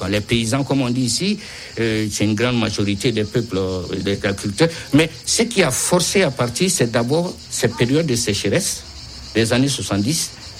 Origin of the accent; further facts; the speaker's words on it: Mali; C'est que moi, je suis malien.